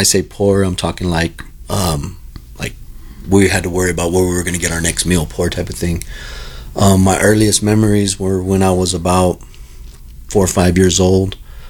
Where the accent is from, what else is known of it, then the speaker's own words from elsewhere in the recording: Long Beach, California, United States; also born or lived in San Pedro, California / Burbank, California; now in Colorado, United States; I was born and raised in Burbank, forgot to mention that. I was born in San Pedro, California, and raised in Wilmington and Long Beach pretty much my whole life before I came to Colorado.